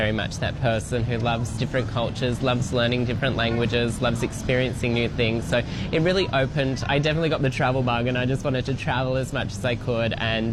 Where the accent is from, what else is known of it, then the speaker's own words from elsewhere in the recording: Australia; moved away as an adult; now in Thailand; I'm from Australia and I have been living in Thailand for 1 year now.